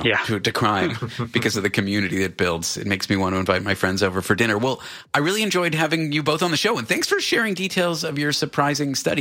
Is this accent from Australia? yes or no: no; Canada; now in New York, United States; I'm from Canada. You guys live in the UK. I feel like it'll be difficult, but easier there than where I live now in the US. I mean, I live in New York.